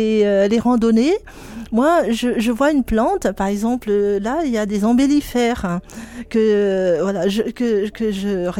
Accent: French Polynesia; parce que chez moi, c'est vrai que je suis du Pacifique, de la Polynésie française.

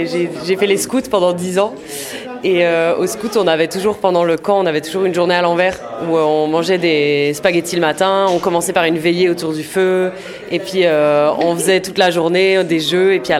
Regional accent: Belgium; je suis belge et en Belgique, les scouts, c'est pas du tout le même rapport qu'en France

